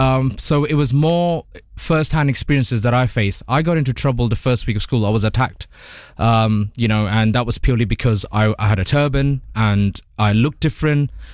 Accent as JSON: {"language": "English", "region": "London", "country": "United Kingdom", "tie": "born there", "also_born_or_lived": "India / Ilford", "said": "I am an East London boy."}